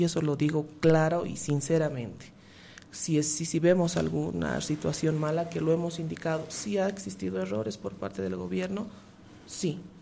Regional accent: Potosí, Bolivia; pero también somos varios representantes potosinos, ¿no?

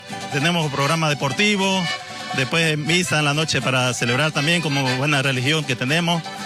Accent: Santa Cruz, Bolivia; estamos felices y contentos de tener un aniversario más en nuestro pueblo. Me permito representar a mi pueblo querido

